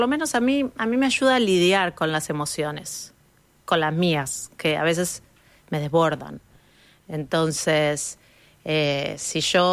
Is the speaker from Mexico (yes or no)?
no; Montevideo, Uruguay; mi cuadra donde yo nací y viví, que es la calle Chaná y Jackson.